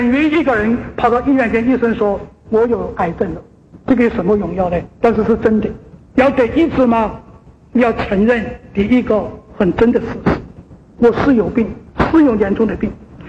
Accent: China; moved away; 在我的老家，在大陆上算是中上的家庭

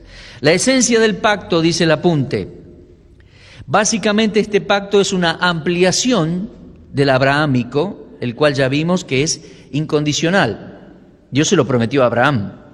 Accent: Argentina; nosotros como argentinos

